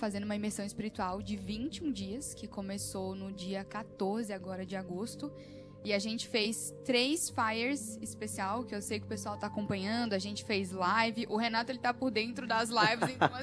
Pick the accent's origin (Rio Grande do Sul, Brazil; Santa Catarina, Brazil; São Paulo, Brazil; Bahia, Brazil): Santa Catarina, Brazil; Florianópolis; eu falo de Floripa porque eu sou de lá, né?